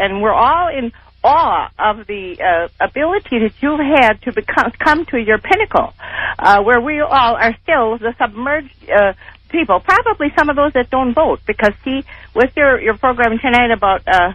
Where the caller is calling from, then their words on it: Saint Paul, Minnesota, United States; I'm calling from St. Paul, Minnesota.